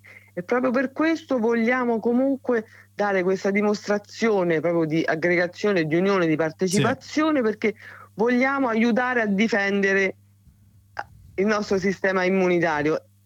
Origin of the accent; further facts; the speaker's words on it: Rome, Lazio, Italy; Io questo lo dico non da romana